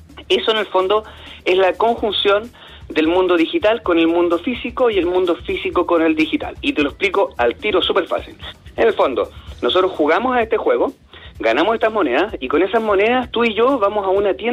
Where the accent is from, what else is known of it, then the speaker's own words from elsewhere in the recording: Chile; y como buenos chilenos empezamos a liderar en esa área. Y sucede que acá en Chile, en el fondo nosotros volviendo a nuestro país